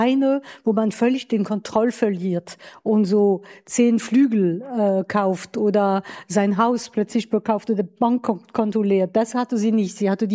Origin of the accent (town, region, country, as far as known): Grand Est, France